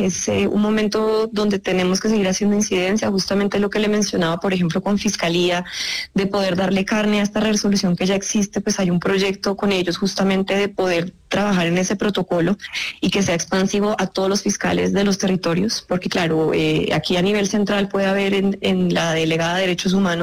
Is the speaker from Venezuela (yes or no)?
no; Colombia; es importante que la sociedad sepa qué implica para nosotros como colombianos